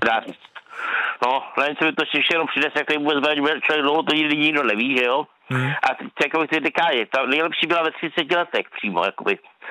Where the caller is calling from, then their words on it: Pelhřimov, Vysočina Region, Czechia; Ne, já jsem přímo z Pelhřimova